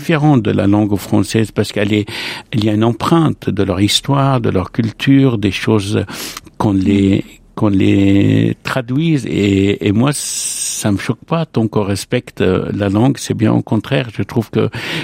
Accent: Lebanon; born or raised there; moved away as an adult; now in France

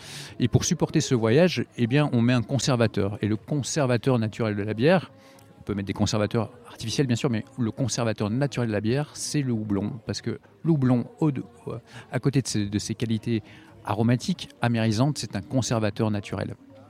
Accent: Belgium; moved away as an adult; now in Ancelle, France; on est belges tous les deux, hein, Valérie aussi. On s'est installé en 2000 à Ancel, alors plutôt par choix de vie hein, au départ.

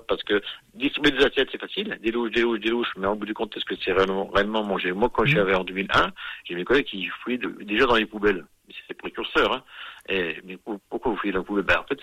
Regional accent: Saint-Amand-les-Eaux, Hauts-de-France, France; born there; moved away; je suis né à Saint-Amand-les-Eaux

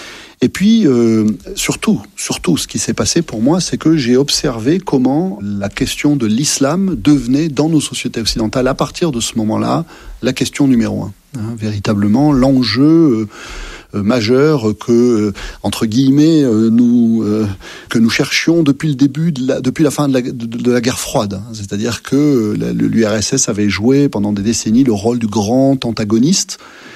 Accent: Massif Central, France; Puis bon, vous savez, moi je suis originaire du Massif Central, alors j'aime beaucoup la capitale, hein, mais c'est quand même pas mon milieu naturel.

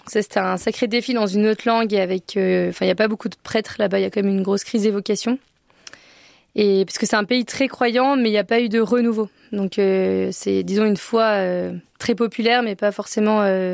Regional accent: France; en tant que Français, Européen

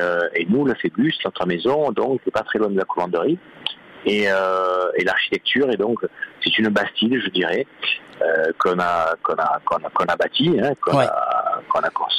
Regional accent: Marseille, Provence-Alpes-Côte d'Azur, France; born there; Moi, je suis né à Marseille.

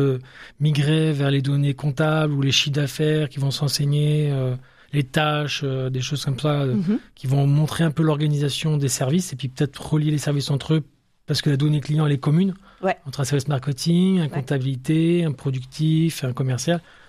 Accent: Aix-en-Provence, Provence-Alpes-Côte d'Azur, France; also born or lived in Lille; now in Niort, France; Voilà, je suis né à Lille et mes parents ont déménagé à Aix-en-Provence. Et j'ai fait une partie de mes études à Aix-en-Provence et à Marseille, presque région du cœur maintenant.

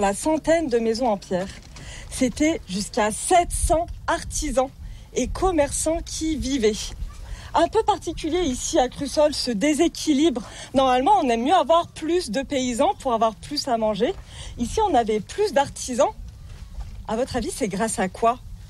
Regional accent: Guilherand-Granges, Auvergne-Rhône-Alpes, France; Ouais, je suis née à Guillerand-Grange.

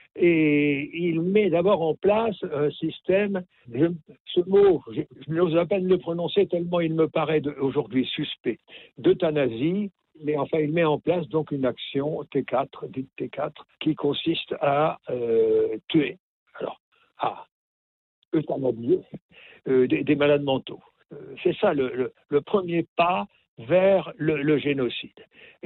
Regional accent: Normandy, France

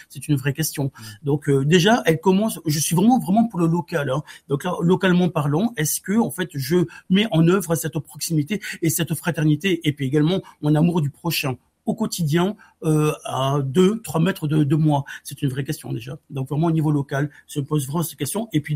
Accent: Occitanie, France; mes parents sont installés en fait dans le sud-ouest de la France, donc en Occitanie, donc dans le Gers, hein, effectivement, dès la fin des années 60

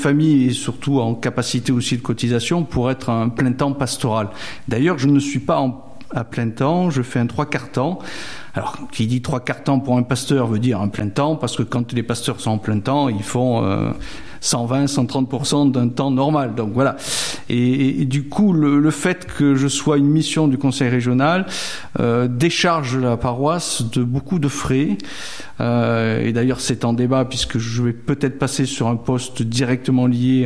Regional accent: Provence-Alpes-Côte d'Azur, France; moved away as an adult; now in Saint-Gaultier, France; je viens de Provence. Mon père était languedocien, ma mère corse. Voilà. Donc, je suis quelqu'un du Midi qui se retrouve dans le centre de la France depuis quelques années.

